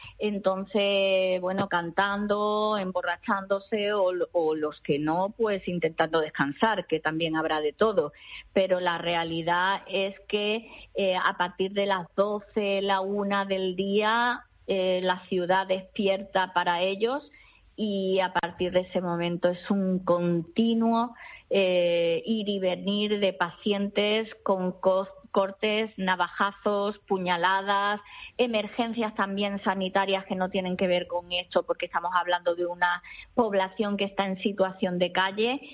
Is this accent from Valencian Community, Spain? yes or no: no; Ceuta, Spain; yo eso en mi tierra, que es Ceuta, es llamarme exagerada.